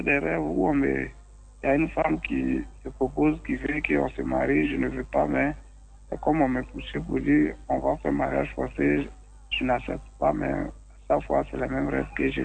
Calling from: Abidjan, Côte d’Ivoire; j'appelle de Yopougon.

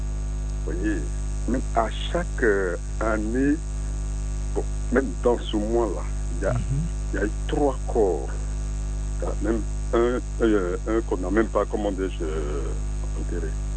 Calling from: Abidjan, Côte d’Ivoire; Je t'appelle d'Abidjan.

